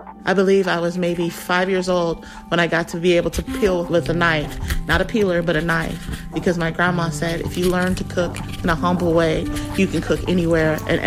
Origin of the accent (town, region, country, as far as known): Louisiana, United States